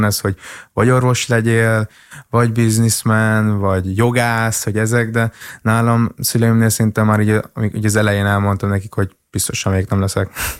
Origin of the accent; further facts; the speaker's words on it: Hungary; born there; nem vagyok magyar, de itt születtem, közben vietnámi vagyok